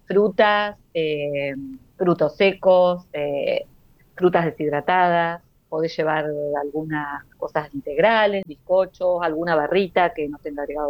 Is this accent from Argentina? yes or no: yes; Entre Ríos, Argentina; vos sabés que yo soy de Entre Ríos, como lo acabas de decir, por lo tanto, nosotros estamos muy cerca, por ejemplo, de Capital Federal